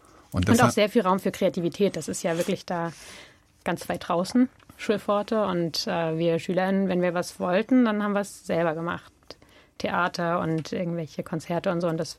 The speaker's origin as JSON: {"language": "German", "town": "Halle", "region": "Saxony-Anhalt", "country": "Germany", "tie": "born there", "said": "Ja, bin auch in Halle getauft. Ich glaube, 93 im Diakoniewerk."}